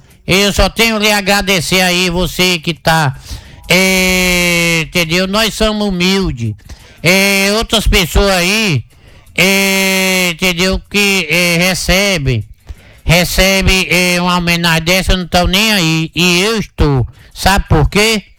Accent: Northeast Region, Brazil; Sou nordestino com muito orgulho.

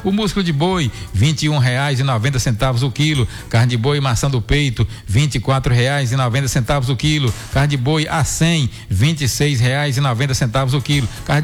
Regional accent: Northeast Region, Brazil; todos nós somos do Nordeste. A gente mora no interior, cidades pequenas e tal

